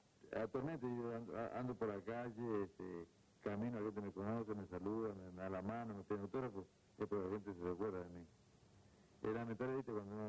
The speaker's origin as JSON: {"language": "Spanish", "country": "Argentina"}